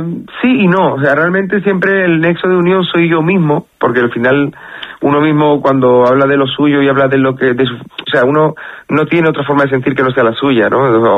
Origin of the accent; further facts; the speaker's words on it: Cádiz, Andalusia, Spain; mi tierra, de Cádiz